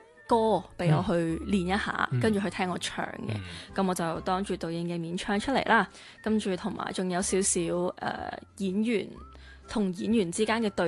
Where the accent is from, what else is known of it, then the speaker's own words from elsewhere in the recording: Macau; 因为他是邓家人，但是都是澳门人嘛，我都是澳门人